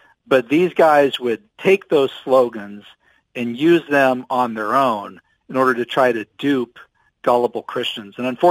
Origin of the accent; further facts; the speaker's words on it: Pittsburgh, Pennsylvania, United States; So they're no longer interested in steel workers in Pittsburgh, my hometown, coal miners in West Virginia.